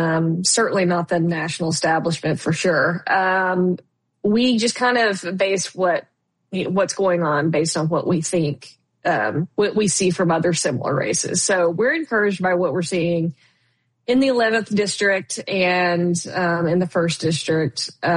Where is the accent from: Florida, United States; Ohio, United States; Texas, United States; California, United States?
Texas, United States; moved away; I am originally from Texas